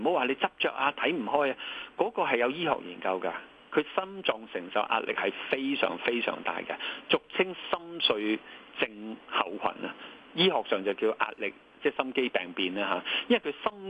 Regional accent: Hong Kong; 我作為香港人、作為廣東人

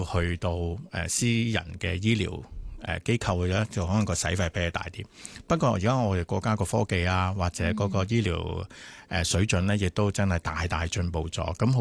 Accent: Hong Kong; 我哋香港人

